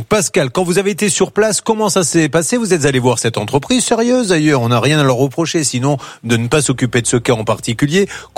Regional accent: South-West France, France; accent: south-west; on me reprochait mon accent du sud-ouest.

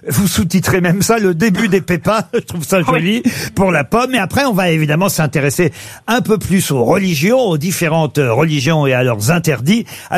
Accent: France; chez nous en France

